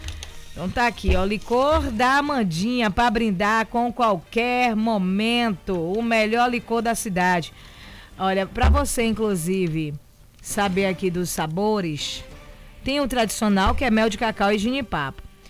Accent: Brazil; a gente é brasileiro

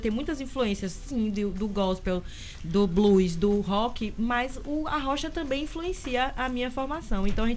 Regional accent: Ubaitaba, Bahia, Brazil; eu sou subaiana, eu cresci em Ubaitaba

